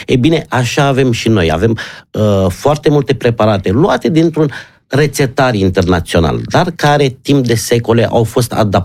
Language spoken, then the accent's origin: Romanian; Romania; Eu spun, eu tot spun că noi ca români nu prea ne iubim mâncarea.